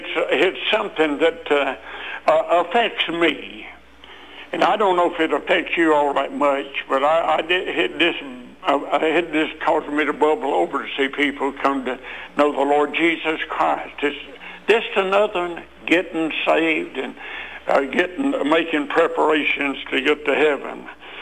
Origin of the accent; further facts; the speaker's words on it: Mount Airy, North Carolina, United States; this lady found out that I was from Mount Airy. As a matter of fact, she asked me where I was from, and I probably told her that I was from Mount Airy.